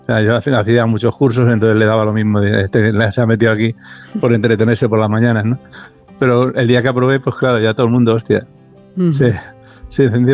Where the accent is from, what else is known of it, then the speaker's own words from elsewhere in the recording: Madrid, Community of Madrid, Spain; moved away as an adult; now in Almería, Spain; yo soy de Madrid, vamos, de Vallecas.